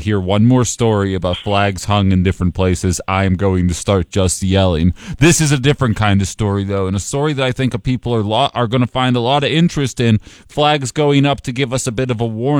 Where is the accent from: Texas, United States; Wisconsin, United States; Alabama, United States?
Wisconsin, United States; the first time I saw one of those in Wisconsin, I looked at my hometown and there was a big red smog thing over my hometown